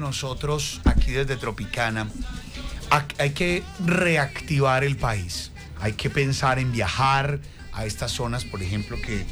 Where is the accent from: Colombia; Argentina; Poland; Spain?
Colombia